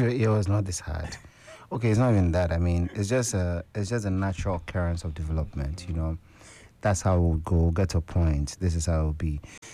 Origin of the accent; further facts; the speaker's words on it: Ghana; They say, are you a Ghanaian? I say, I'm a Ghanaian. They say, do you live in Ghana? I say, yeah.